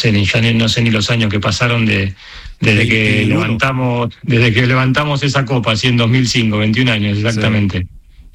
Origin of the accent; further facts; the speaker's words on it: Argentina; Y como decimos nosotros, que es un extraterrestre.